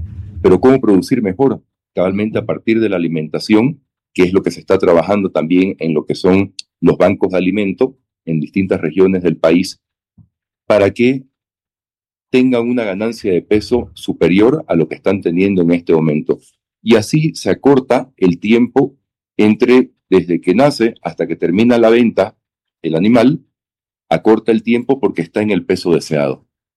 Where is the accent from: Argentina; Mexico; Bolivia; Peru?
Bolivia; nuestro orgullo boliviano